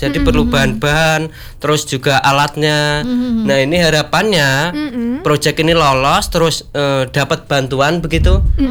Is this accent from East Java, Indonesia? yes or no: yes; Ngawi, East Java, Indonesia; aku dari Kendal Ngawi.